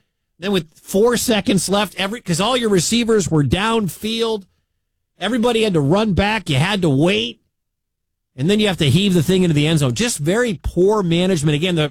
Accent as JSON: {"language": "English", "town": "Detroit", "region": "Michigan", "country": "United States", "said": "Yeah, well, I'm from Detroit. I root for Michigan."}